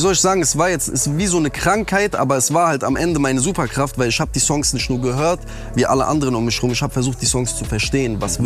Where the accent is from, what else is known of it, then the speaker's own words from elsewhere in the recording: North Rhine-Westphalia, Germany; aber ich komme ja aus NRW